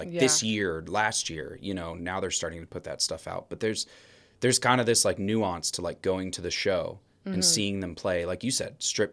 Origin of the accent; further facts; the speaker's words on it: Pocatello, Idaho, United States; I grew up in Pocatello, Idaho, southern